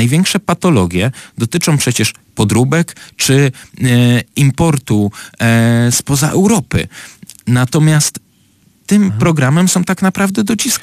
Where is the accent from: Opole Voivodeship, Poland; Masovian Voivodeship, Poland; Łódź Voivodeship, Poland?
Opole Voivodeship, Poland; u nas na Opolszczyźnie